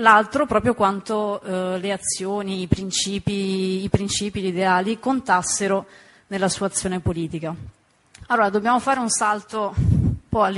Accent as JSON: {"language": "Italian", "region": "Veneto", "country": "Italy", "said": "anch'io sono veneta"}